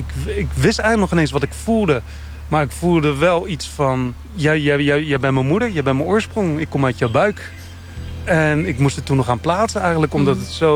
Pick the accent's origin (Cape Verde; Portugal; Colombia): Colombia; En in Colombia, waar ik vandaan kom, is ook veel natuur.